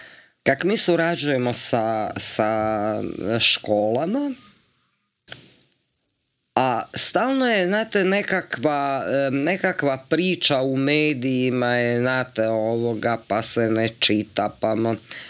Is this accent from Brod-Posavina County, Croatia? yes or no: yes; Slavonski Brod, Brod-Posavina County, Croatia; Ja sam se sjetila da je general Čuletić iz Slavonskog Broda, ja sam iz Slavonskog Broda